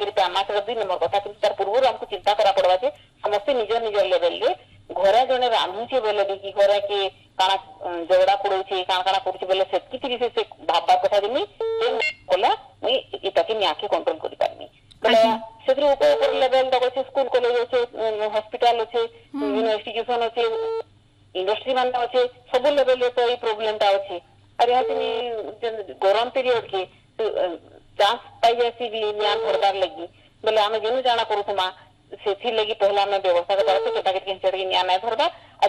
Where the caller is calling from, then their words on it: Bargarh, Odisha, India; ହଁ, ଆମେ ବରଗଡ଼ରୁ କହୁଛେ